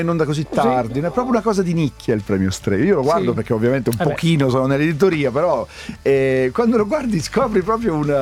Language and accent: Italian; Campania, Italy; io che sono campano